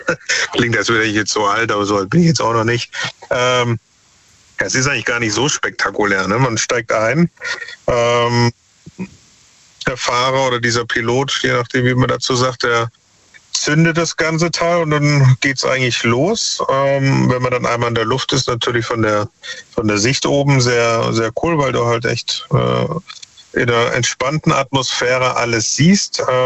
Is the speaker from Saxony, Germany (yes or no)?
yes; Dresden, Saxony, Germany; born or raised there; now in Stuttgart, Germany